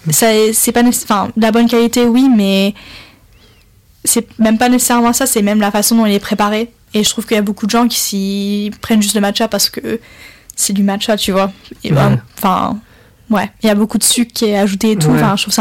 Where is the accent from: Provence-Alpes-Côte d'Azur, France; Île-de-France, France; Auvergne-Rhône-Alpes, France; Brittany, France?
Auvergne-Rhône-Alpes, France; Lyon; born there; ma famille, elle est chocolatine. Elle est de Toulouse et de la Corse, donc c'est très chocolatine. Mais je suis née à Lyon et j'habitais là-bas, donc là, c'était pain au chocolat.